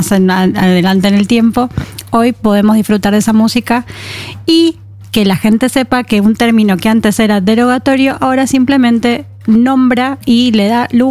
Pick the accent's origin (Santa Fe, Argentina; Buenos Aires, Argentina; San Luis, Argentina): Buenos Aires, Argentina; Y cuando digo shh, es ya, porque vengo de Buenos Aires.